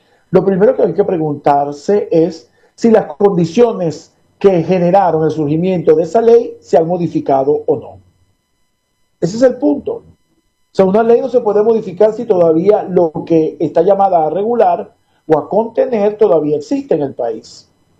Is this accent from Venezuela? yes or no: yes; Venezuela; El gran reto para nosotros como venezolanos es que nuestra sociedad y nuestros poderes públicos realmente comiencen a trabajar de manera democrática